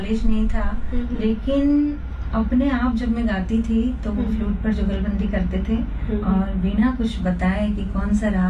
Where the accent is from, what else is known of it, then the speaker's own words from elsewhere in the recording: Khandwa, Madhya Pradesh, India; मेरी भूमि खंडवा है जहाँ के … जी हैं, जगत विख्यात जिनका नाम है। तो मुझे अच्छा लगता है कि मैं ऐसी नगरी से हूँ जहाँ से इतने बड़े बड़े आर्टिस्ट निकले हैं।